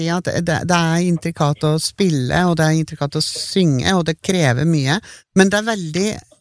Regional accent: Øyer, Innlandet, Norway; Vi må vel si innlandet da, for innlandet nå, ja. Jeg kommer jo fra Øyer.

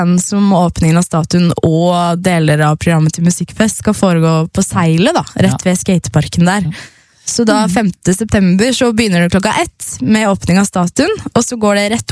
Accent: Hurdal, Akershus, Norway; moved away as an adult; now in Gjøvik, Norway; Der i Hurdal, der jeg vokste opp

